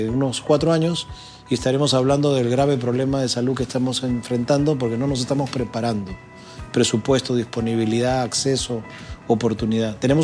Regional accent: Peru; y creo que los peruanos nos debemos eso

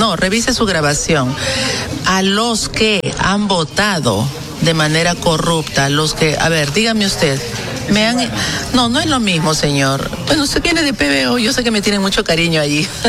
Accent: Peru; soy peruana.

